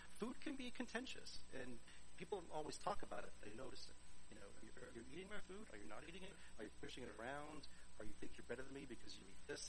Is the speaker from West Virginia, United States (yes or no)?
yes; Charleston, West Virginia, United States; You know, I grew up in Charleston, West Virginia, and we lived in the suburbs.